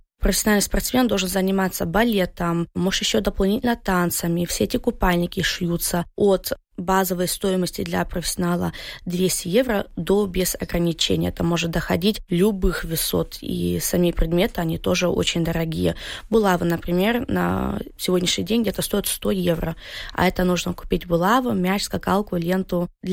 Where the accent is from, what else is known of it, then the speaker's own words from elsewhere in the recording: Berlin, Germany; also born or lived in Russia; Я родилась в России, и мне где-то было 8 месяцев. Мы приехали в Берлин жить. Так что я выросла, и на самом деле немка.